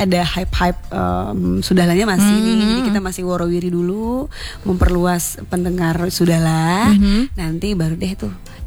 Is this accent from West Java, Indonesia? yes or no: no; Padang, West Sumatra, Indonesia; Tapi gak menutup kemungkinan kita sebagai orang Minang Padang